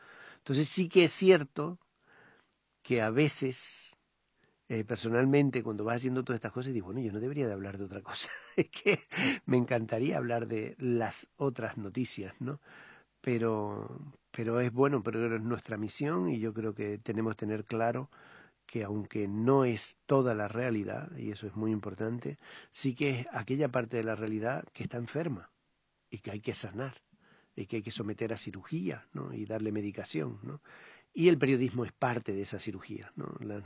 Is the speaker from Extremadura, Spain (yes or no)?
no; Canary Islands, Spain; moved away; Claro, yo soy de las Islas Canarias, hace ya mucho que salí de vivir allí de forma estable, ¿no?